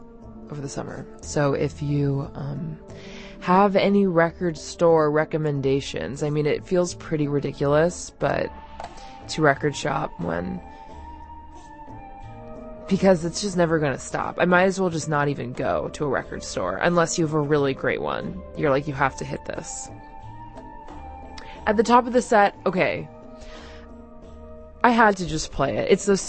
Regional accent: Los Angeles, California, United States; you'll know that I grew up in the Palisades, which is no longer there, and my parents are living in Santa Monica now

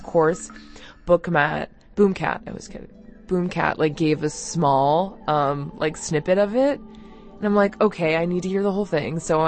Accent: Los Angeles, California, United States; you'll know that I grew up in the Palisades, which is no longer there, and my parents are living in Santa Monica now

